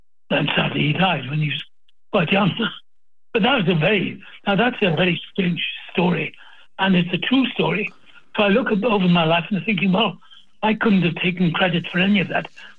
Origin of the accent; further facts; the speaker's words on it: Wales, United Kingdom; now in United States; I'm Welsh